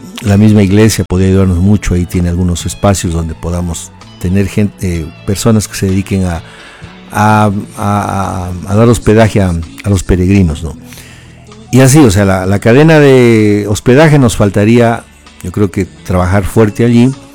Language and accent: Spanish; Gualaceo, Azuay, Ecuador; O sea, cuando nos reunimos gualelenses en Quito, en Guayaquil, en cualquier parte del país, dos, tres gualelenses, y lo primero que hablamos es, como decía el finado no sé cuánto